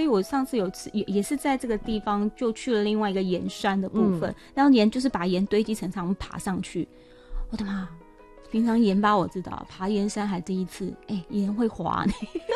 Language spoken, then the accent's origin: Chinese; Taiwan; 那我自己是眷村长大的嘛